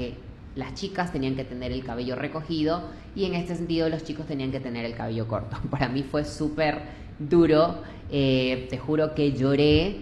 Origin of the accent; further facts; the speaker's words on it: Manta, Manabí, Ecuador; Soy de Manabí, de Manta.